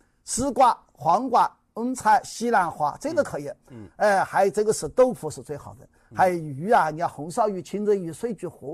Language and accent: Chinese; Hunan, China; 我们湖南人